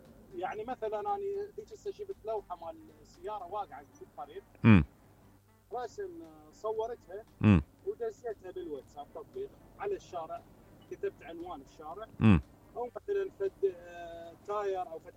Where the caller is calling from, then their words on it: Switzerland; والله بسويسرا.